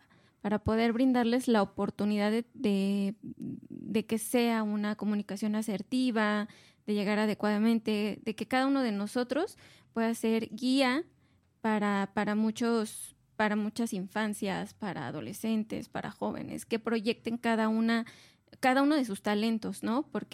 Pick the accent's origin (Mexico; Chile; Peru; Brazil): Mexico; Coajimalpa, Mexico City; yo vengo de Coajimalpa